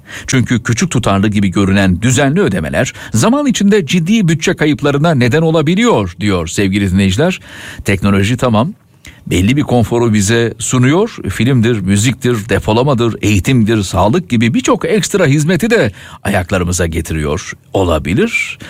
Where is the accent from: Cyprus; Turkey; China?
Turkey; Konya; now in Istanbul, Turkey; İstanbul'dan Konya'ya, memleketime otobüsle gideyim diyorsam